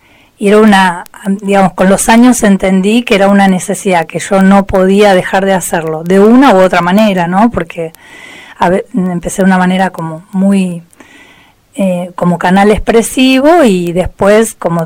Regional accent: Ranelagh, Buenos Aires Province, Argentina; moved away as an adult; now in Patagonia, Argentina; yo nací en Capital Federal y me crié en el conurbano bonaerense, en la zona sur, en la localidad de Ranelac, partido de Berazategui.

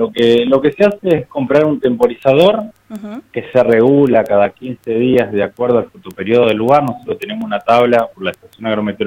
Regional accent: Río Turbio, Santa Cruz, Argentina; Soy de Río Turbio, sí, bueno, de la Agencia de Extensión Rural INTA Río Turbio.

